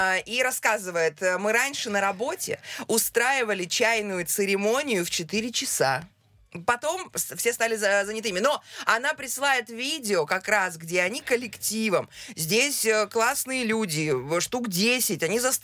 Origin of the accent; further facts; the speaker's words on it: Nefteyugansk, Khanty-Mansi Autonomous Okrug, Russia; Я вспомнила в далекой юности, даже в детстве, наверное, в Нефтеюганске.